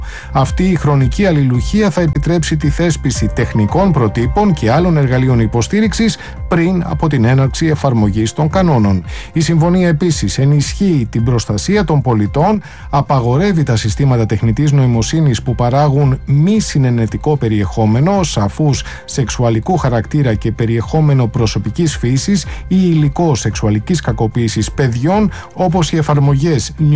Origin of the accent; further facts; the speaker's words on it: Greece; Ως Έλληνες καταναλωτές